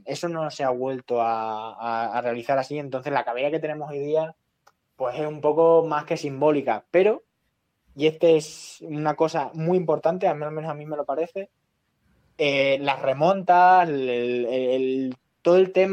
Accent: Cáceres, Extremadura, Spain; Y bueno, en mi tierra, que en Cáceres, es que es muy normal ver a gente montando a caballo

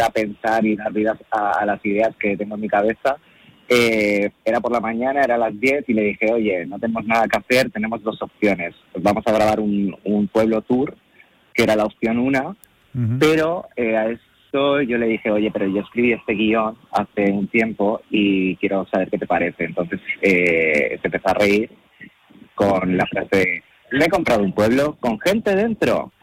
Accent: Castilla-La Mancha, Spain; accent: Castilla-La Mancha; yo hablo Castilla-La Mancha, es que yo no vendo, no me voy por ahí por ir a mi pueblo, ¿sabes? Por reencontrarme, por volver como a esas otras raíces que están ahí

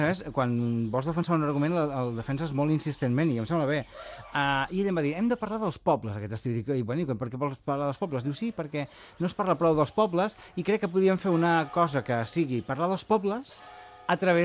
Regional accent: Gironella, Catalonia, Spain; born there; jo en tinc més d'un. Mira, jo tinc el que vaig néixer, que és Gironella, el Berguedà, que és poble.

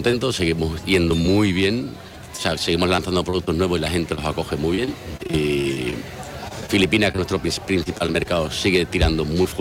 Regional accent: Jerez de la Frontera, Andalusia, Spain; Familia de Jerez, sí, señor.

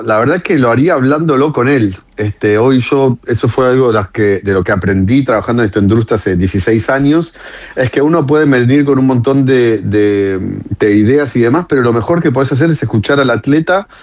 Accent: Argentina; obviamente como argentino el cariño que le tengo

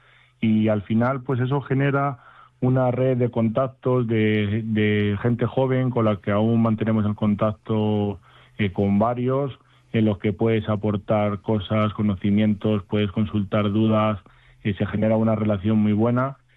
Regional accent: Nueva Matos, Castile and León, Spain; Somos de Salamanca, de un pueblo pequeñito que se llama Nueva Matos, y nuestras instalaciones de patatas Floima están en Encinas de Abajo.

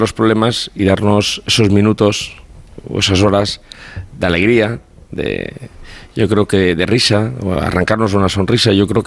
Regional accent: Valencian Community, Spain; yo creo que sí que tenía algunos rasgos muy característicos Tip de lo que somos los valencianos, ¿no?

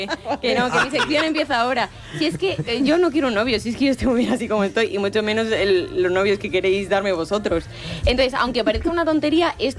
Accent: Salamanca, Castile and León, Spain; Y sí, soy salmantina.

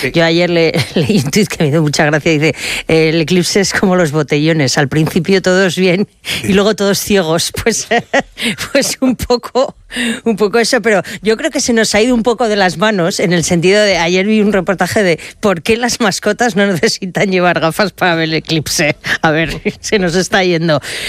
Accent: Peralta, Navarre, Spain; donde mejor se vio es en mi pueblo, en Peralta, porque era una de las franjas, como en Navarra

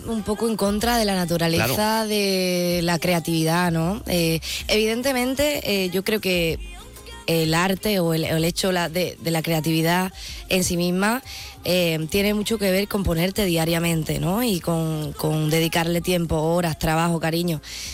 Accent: Punta Umbría, Andalusia, Spain; La gente no sabe que soy de Punta Umbría, de Huelva, hasta que me escucha hablar

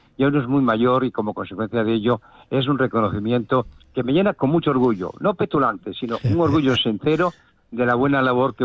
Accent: Extremadura, Spain; Yo creo que Extremadura, de la cual me siento un hijo excepcional, porque quiero mucho a mi tierra pobre

